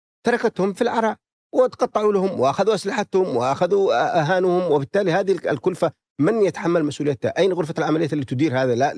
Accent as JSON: {"language": "Arabic", "country": "Yemen"}